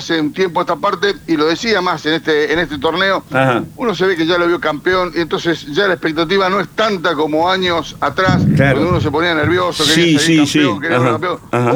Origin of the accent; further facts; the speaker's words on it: Argentina; los colores de nuestro país